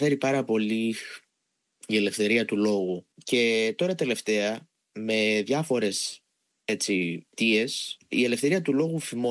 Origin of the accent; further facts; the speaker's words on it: Western Greece, Greece; επειδή είμαι από την Ηλία και πώς να το πω, νομίζω ότι τον ήξερα τον έναν πιλότο.